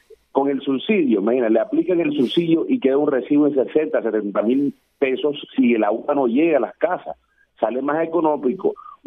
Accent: Atlántico, Colombia; Nosotros que somos del sur del Atlántico, que lo vivimos

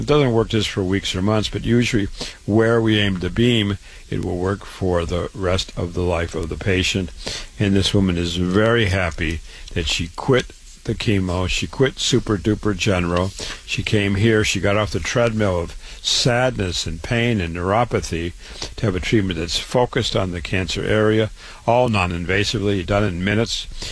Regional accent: Waterloo, Iowa, United States; I was born and raised in Waterloo, Iowa.

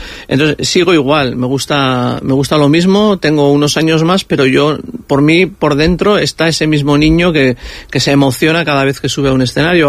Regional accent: San Sebastián, Basque Country, Spain; Bueno, pues tiene mucho especial porque yo soy de Donosti, entonces estrenar en casa, es los nervios.

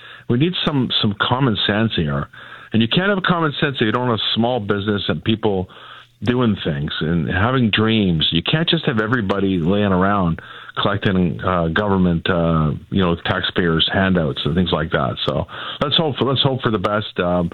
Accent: Ontario, Canada; moved away as an adult; also born or lived in Calgary; I was an Ontario guy.

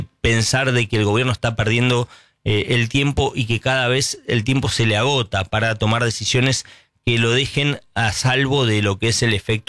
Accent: Argentina

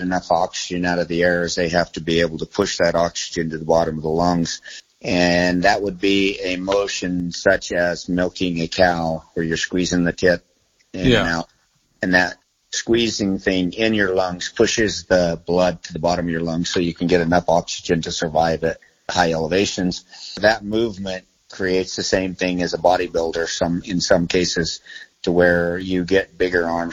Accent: Boulder, Wyoming, United States; Boulder, Wyoming. That's where the family ranch. We are in the coldest place in the United States, so we moved into a place which made our winters a little easier.

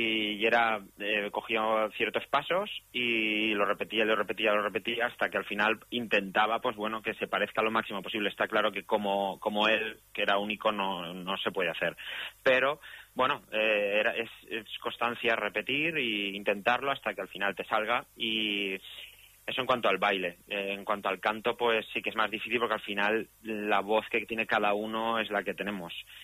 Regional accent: Valencia, Valencian Community, Spain; aquí de Valencia, de las Fallas de Valencia, porque yo soy valenciano

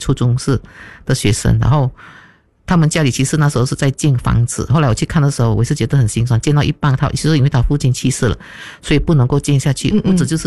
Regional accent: Malaysia; now in Sri Aman, Malaysia; 我们马来西亚就是可能我们这个斯里阿曼小城市

